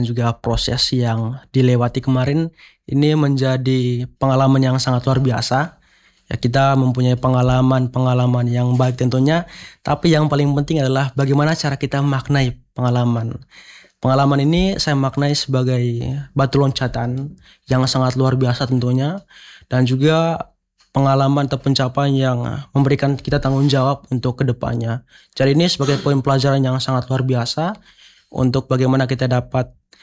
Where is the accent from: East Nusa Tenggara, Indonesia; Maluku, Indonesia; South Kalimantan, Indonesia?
East Nusa Tenggara, Indonesia; Manggarai; now in Kupang, Indonesia; Untuk asalnya dari Manggarai.